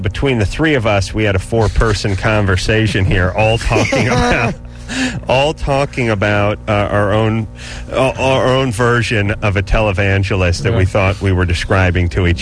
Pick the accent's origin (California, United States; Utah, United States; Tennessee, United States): California, United States; North Hollywood; I grew up in North Hollywood.